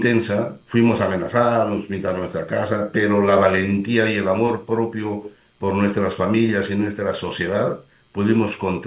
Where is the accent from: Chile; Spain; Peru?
Peru; now in Europe; Nosotros, como peruanos del exterior